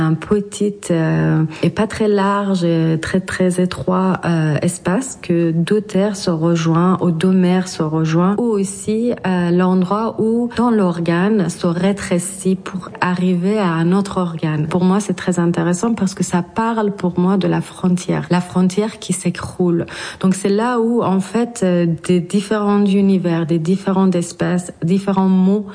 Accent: Iran; Je viens d'Iran, donc en fait, ces cheveux étaient toujours un objet de débat, quelque chose de très tabou.

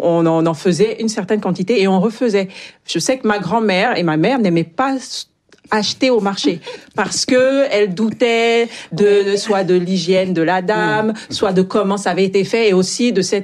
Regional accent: Gabon; Moi j'ai grandi au Gabon

